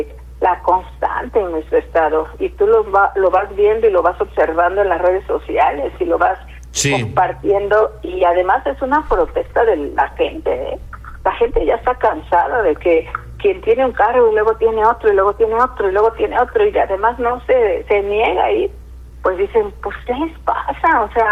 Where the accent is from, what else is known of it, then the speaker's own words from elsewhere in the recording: Mexico; also born or lived in Mexico City; El cariño por mi tierra, estar en mi pueblo, caminar mi estado